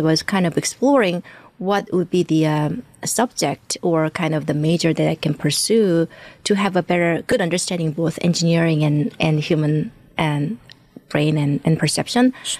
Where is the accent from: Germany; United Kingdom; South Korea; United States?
South Korea; born or raised there